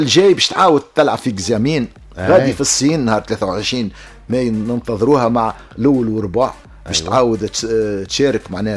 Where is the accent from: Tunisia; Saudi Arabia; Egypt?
Tunisia; ما سمعنا بيش بالكل معنا في تونس ما كانش نسمعوا بيه